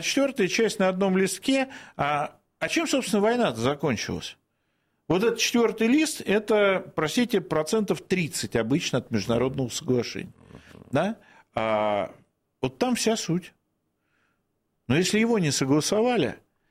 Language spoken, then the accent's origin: Russian; Moscow, Russia; у меня в дворе моего детства на улице Волгина в городе Москве